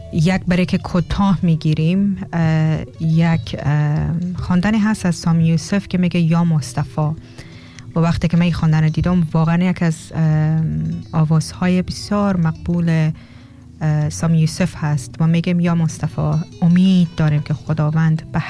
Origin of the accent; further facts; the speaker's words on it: Afghanistan; یک دفعه بیایم بگیم ما هم میگی از افغانستان هستیم